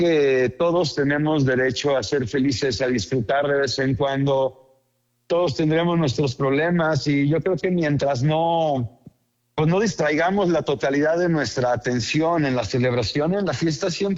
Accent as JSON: {"language": "Spanish", "country": "Mexico", "said": "es que nos quede un poquito de toda esta unidad que estamos viviendo ahorita como mexicanos"}